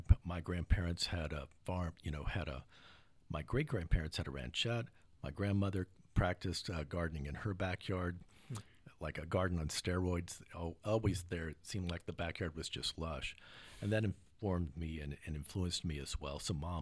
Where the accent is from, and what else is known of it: Houston, Texas, United States; born or raised there; also born or lived in San Antonio